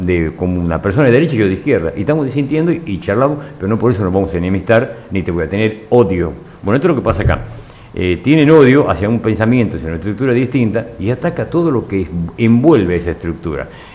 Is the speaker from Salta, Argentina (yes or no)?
yes; Salta, Argentina; born there; now in Embarcación, Argentina; yo no soy nacido en embarcación, yo nací en Salta y las cuestiones de las vidas nos trajeron aquí y me siento más embarcacionense que salteño.